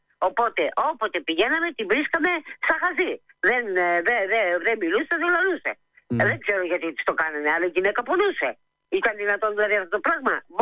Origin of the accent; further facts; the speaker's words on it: Chalcis, Central Greece, Greece; Γιατί είμαι από τη Χαλκίδα και δεν τη γυρίζω πίσω.